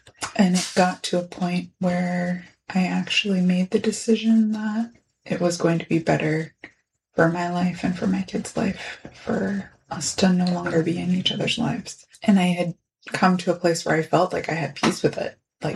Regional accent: Unalakleet, Alaska, United States; I'm from Ungalakhlik, Unalakleet.

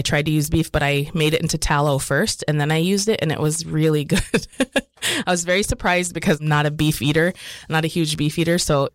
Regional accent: Kotzebue, Alaska, United States; So I grew up in Kotzebue in Sisolok, and we had an abundance of caribou.

